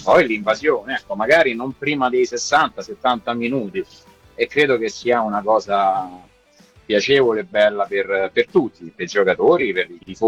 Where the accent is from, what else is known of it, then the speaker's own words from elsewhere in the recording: central Italy, Italy; perlomeno per me che vengo dal centro d'Italia, quante volte posso venire allo stadio?